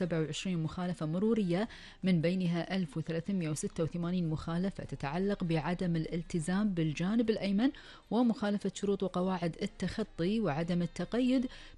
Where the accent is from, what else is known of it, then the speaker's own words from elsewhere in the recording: Kuwait; وآخر المستجدات في ديرتنا الحبيبة الكويت.